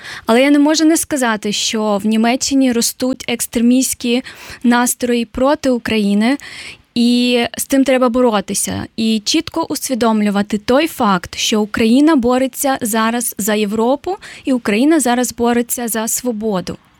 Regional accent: Ukraine; So, als Ukrainer, wir bedanken uns bei Ihnen und bei Darmstadt und bei Deutschland für die Unterstützung.

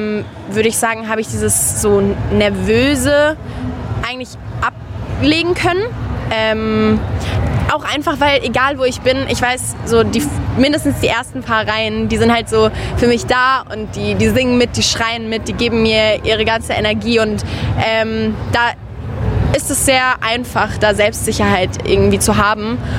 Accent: Karlsruhe, Baden-Württemberg, Germany; Ich komme aus Karlsruhe, das sind dann 1,5 Stunden.

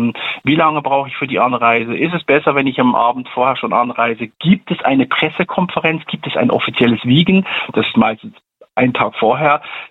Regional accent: Switzerland

